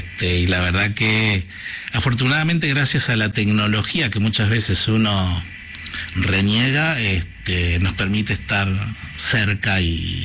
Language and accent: Spanish; Paraná, Entre Ríos, Argentina; also born or lived in Mendoza; Yo nací en Mendoza, pero mi papá era militar, era de Fuerza Aérea, y fueron a buscar unos aviones a Inglaterra, a los Canberra, ¿no? Algunos los conocerán, y eso nos llevó después a vivir en Paraná.